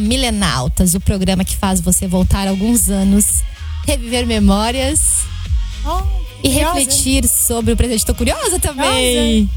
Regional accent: Rio Grande do Sul, Brazil; moved away; tá lá na minha terra, Rio Grande do Sul

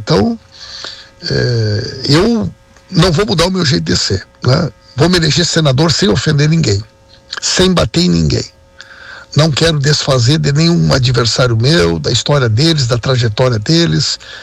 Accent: Rio Grande do Sul, Brazil; nós somos gaúchos, né?

